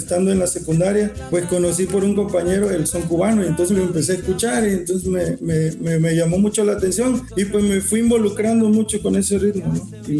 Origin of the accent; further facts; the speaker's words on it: Cosoleacaque, Veracruz, Mexico; Yo soy de Cosoleacaque, Veracruz.